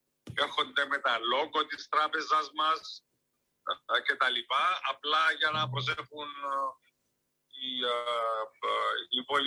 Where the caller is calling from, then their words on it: Cyprus; είμαι από Κύπρο.